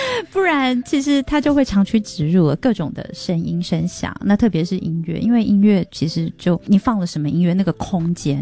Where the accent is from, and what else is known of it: Taiwan